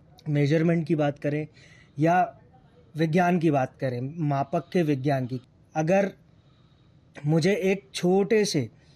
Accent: Bhopal, Madhya Pradesh, India; हम भोपाल से हैं

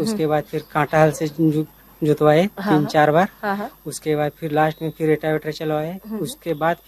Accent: Patratu, Jharkhand, India; कुड़ूड़ू Patratu.

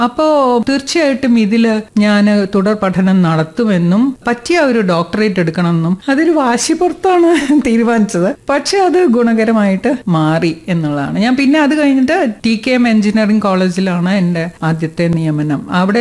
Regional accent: Kerala, India; കേരളത്തിൽ നിന്ന് ഞാൻ മാത്രമേ ഉണ്ടായിരുന്നുള്ളൂ

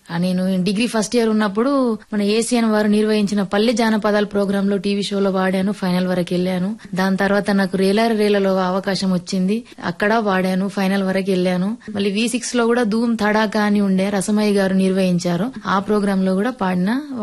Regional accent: Pendalwada, Telangana, India; also born or lived in Adilabad; 10th వరకు పెండలవాడలోనే ప్రభుత్వ పాఠశాలలోనే చదువుకున్నాను.

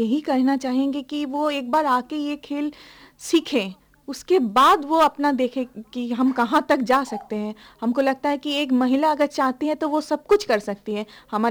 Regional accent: West Bengal, India; now in Bihar, India; जबकि हम बंगाल से बिलोंग करते हैं

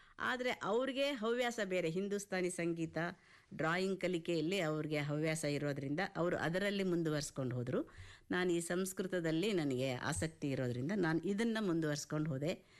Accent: Hampi, Karnataka, India; ಹೌದು, ಬಳ್ಳಾರಿ ಜಿಲ್ಲೆ ಹಂಪೆಯಲ್ಲೇ ನಾವು ಹುಟ್ಟಿದ್ದು ಬೆಳೆದಿದ್ದು ಎಲ್ಲಾನು.

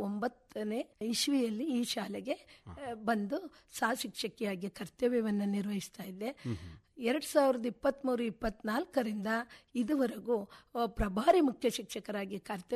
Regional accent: K. Byrapura, Karnataka, India; also born or lived in Baguru hobli; 8ರಿಂದ ಇದೇ ನನ್ನ ಹುಟ್ಟೂರಾದಂಥ ಕೆ ಬೈರಾಪುರದಲ್ಲಿ 10ನೇ ತರಗತಿಯವರೆಗೆ ಮುಗಿಸಿ ನಂತರ ಅಲ್ಲೇ ಪಕ್ಕದಲ್ಲಿರ್ತಕ್ಕಂಥ ನಮ್ಮ ಕೆಂಬಾಳು ಎಂಬ ಊರಿನಲ್ಲಿ PUC ಮುಗಿಸ್ದೆ ಸರ್.

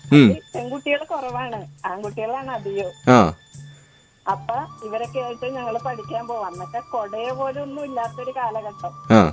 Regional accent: Kerala, India; ജനിച്ചു വളർന്ന് അത്രയും കാലമായിട്ട് പോലും ഞങ്ങളുടെ അകത്ത് വെള്ളം കയറിയിട്ടില്ല. മുറ്റത്ത് തന്നെ പെരിയാറാ നമ്മുടെ പെരിയാർ പുഴ.

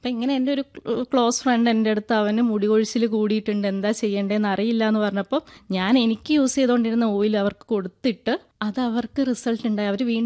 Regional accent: Idukki, Kerala, India; moved away as an adult; also born or lived in Kottayam / Bangalore; ഞാൻ വരുന്ന ഇടുക്കിയിൽ നിന്നാണ്. അപ്പം ഇടുക്കി എന്ന് പറഞ്ഞിട്ടുണ്ടെങ്കിൽ നമുക്കറിയാലോ എല്ലാവിധ ഔഷധ സസ്യങ്ങളും എല്ലാ കാര്യങ്ങളുമായിട്ട് സമ്പന്നമായിട്ടുള്ളൊരു സ്ഥലമാണ് ഇടുക്കി. അപ്പോൾ ഞാൻ പഠിച്ചത് കോട്ടയത്താണ്.

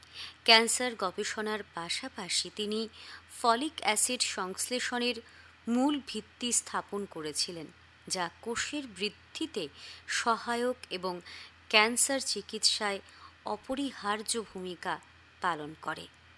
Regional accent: India; born there; এমন এক দেশে আমরা জন্মেছি যেখানে ভারত মাতার এই মহান পুত্ররা জন্মগ্রহণ করেছিলেন।

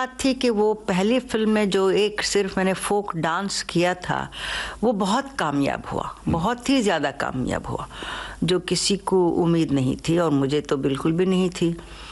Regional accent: Tamil Nadu, India; मेरे ख्याल से कुछ घंटे 1.5 घंटे का सफ़र है चेन्नई से वहाँ, मतलब मैं तमिलियन हूँ समझिए।

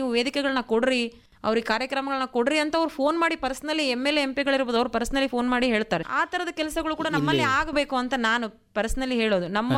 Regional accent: Raichur district, Karnataka, India; ನಾವು ರಾಯಚೂರು ಜಿಲ್ಲೆಯವರು ಯಾವುದಕ್ಕೂ ಕಡಿಮೆ ಇಲ್ಲ.

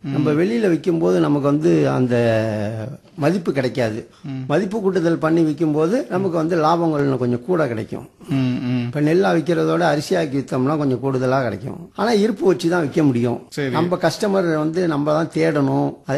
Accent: Thanjavur, Tamil Nadu, India; நான் தஞ்சாவூர் சேர்ந்தவன்.

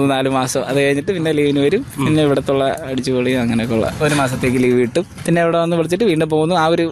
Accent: Neyyattinkara, Kerala, India; Nadu Neyyattinkara.

